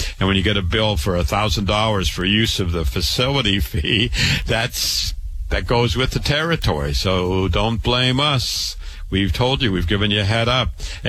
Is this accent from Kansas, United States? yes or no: no; Waterloo, Iowa, United States; I was born and raised in Waterloo, Iowa. I went to public school, university, medical school, MD at 25.